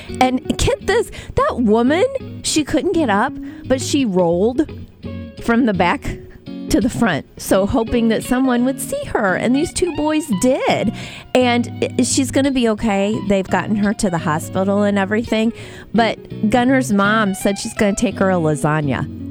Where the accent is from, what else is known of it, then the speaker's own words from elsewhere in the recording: Metamora, Illinois, United States; I grew up in Metamora, like right on the edge of town. I lived next to a cornfield that is now Metamora Fields.